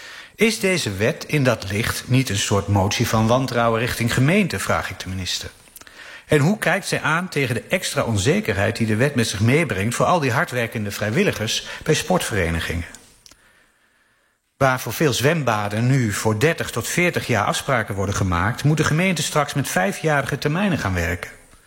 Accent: Gelderland, Netherlands; born or raised there

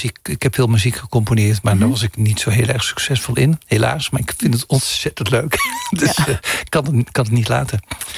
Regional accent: Heerlen, Limburg, Netherlands; Ik kom uit Zuid-Limburg, uit Heerlen.

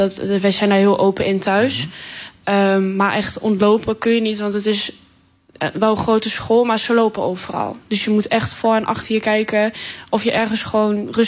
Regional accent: Hengelo, Overijssel, Netherlands; born there; ik kom natuurlijk uit Hengelo, Twente. Dus veel Nederlanders, veel Tukkers.

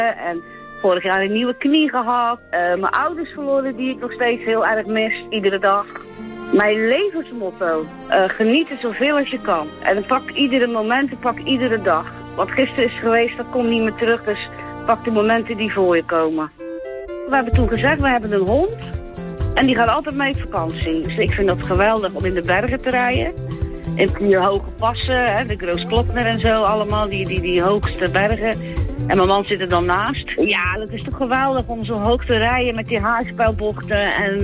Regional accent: Dordrecht, South Holland, Netherlands; Ik ben een Dordtenaar, maar dat wist ik zelf niet dat er was.

